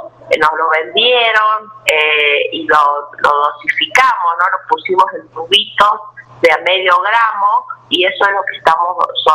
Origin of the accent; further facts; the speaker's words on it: La Carolina, San Luis, Argentina; mi pueblo, La Carolina, que es un pueblito muy pequeño de la localidad de la provincia de San Luis